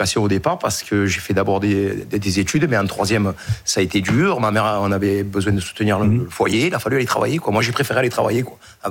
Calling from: Aigues-Mortes, Occitanie, France; J'habite à Aigues-Mortes.

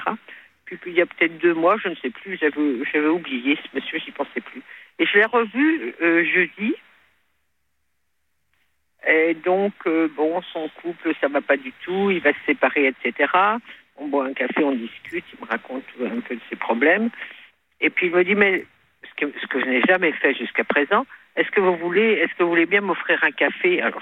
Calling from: Brittany, France; je suis en Bretagne

